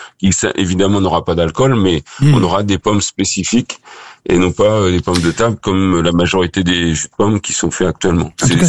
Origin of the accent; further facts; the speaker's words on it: Normandy, France; Chez nous, dans le Pays de Caux